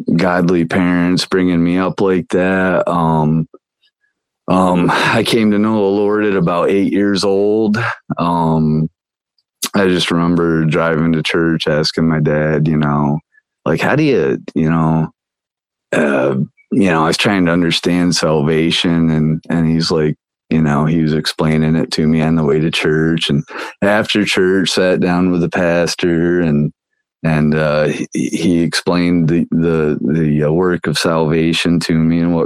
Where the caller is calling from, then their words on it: Pennsylvania, United States; I live in Pennsylvania. I live out in the sticks up in northern PA.